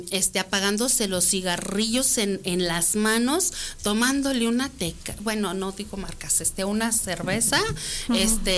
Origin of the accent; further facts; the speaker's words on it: León, Guanajuato, Mexico; soy de León, Guanajuato